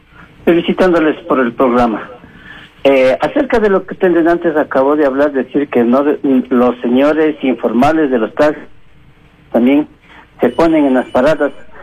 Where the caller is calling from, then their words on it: Quito, Pichincha, Ecuador; yo vivo en Calderón, aquí en la entrada Carapungo